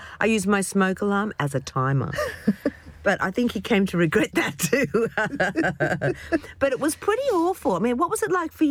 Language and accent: English; Australia; especially when it came to Australians. They saw us as the Irish of the Pacific, a kind of recessive gene.